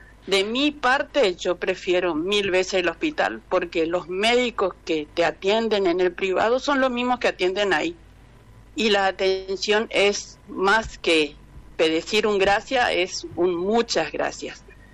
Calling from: Barranqueras, Chaco, Argentina; soy de acá de Barranqueras

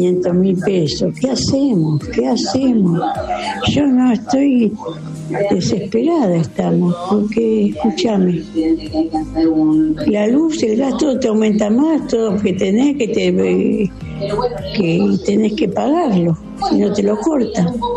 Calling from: Castelar, Buenos Aires Province, Argentina; de Castelar

